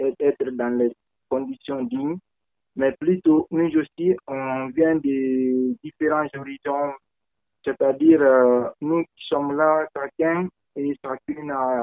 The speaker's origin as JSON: {"language": "French", "country": "Guinea", "moved": "yes", "lives_now": "France", "said": "Je viens de la Guinée-Conakry."}